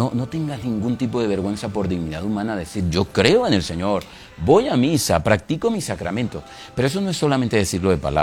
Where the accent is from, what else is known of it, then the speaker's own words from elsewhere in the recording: Venezuela; Yo me quedaba asombrado cuando yo llegué de Venezuela